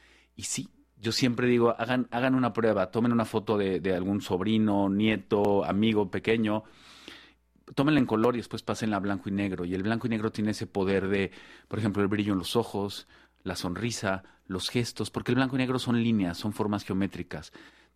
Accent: Mexico; Yo realmente crecí viendo telenovelas en México y después tuve esta atracción por el cine

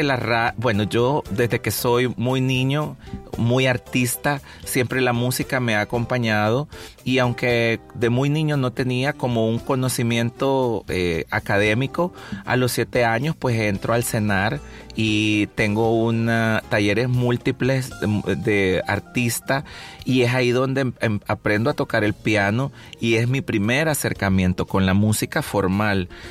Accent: El Salvador; nosotros proponemos como artistas salvadoreños

